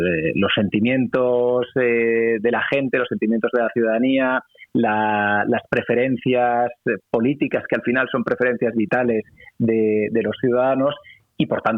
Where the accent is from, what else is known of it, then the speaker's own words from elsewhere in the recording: Catalonia, Spain; Yo soy catalán